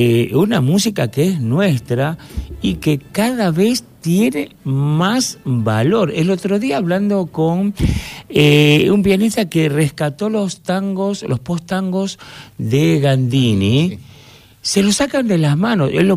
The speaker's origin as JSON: {"language": "Spanish", "town": "Avellaneda", "region": "Buenos Aires Province", "country": "Argentina", "said": "yo soy de Avellaneda"}